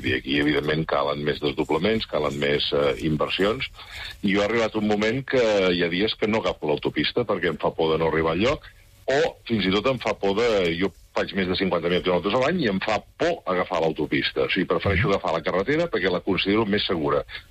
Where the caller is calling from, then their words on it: Girona, Catalonia, Spain; soc de Girona.